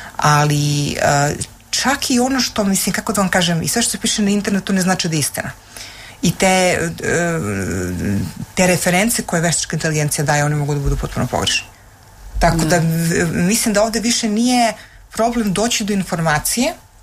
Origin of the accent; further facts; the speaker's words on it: Serbia; now in United States; Ja imam američki pasoš, ali se i dalje izjašnjavam kao Srpkinje.